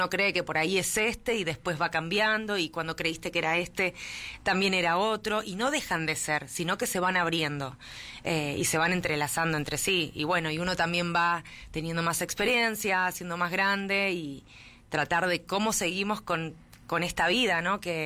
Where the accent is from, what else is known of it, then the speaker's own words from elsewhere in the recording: Buenos Aires, Argentina; soy porteña yo